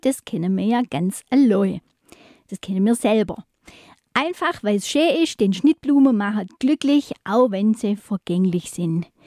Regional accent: Swabia, Germany

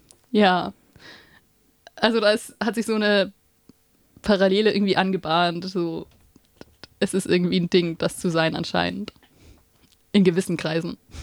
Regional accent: Bavaria, Germany; Ich kann es so mit meiner Heimat vergleichen. Da muss ich jetzt politisch werden. Wir sind in Bayern.

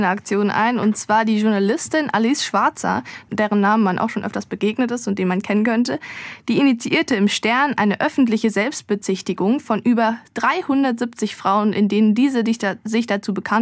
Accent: Freiburg, Baden-Württemberg, Germany; als echte Freiburgerin

